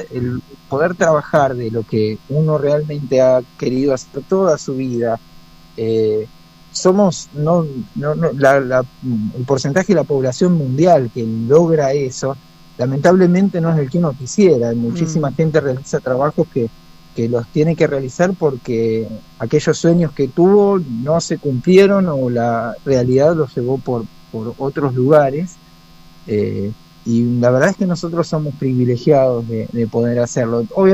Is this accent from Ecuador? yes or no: no; Rosario, Santa Fe, Argentina; now in Viedma, Argentina; soy de Rosario